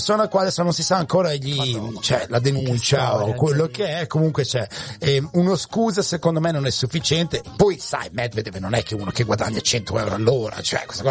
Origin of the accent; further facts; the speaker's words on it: Modena, Emilia-Romagna, Italy; Io sono di Modena